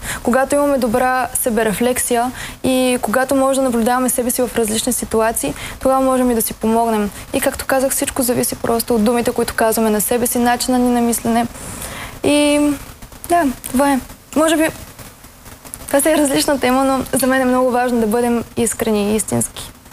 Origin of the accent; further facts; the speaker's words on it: Burgas, Burgas Province, Bulgaria; born there; Родена съм в Бургас